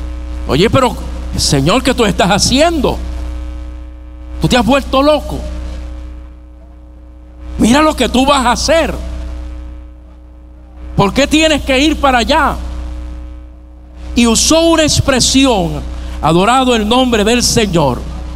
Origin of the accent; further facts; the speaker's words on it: Puerto Rico; soy puertorriqueño y estoy en Puerto Rico.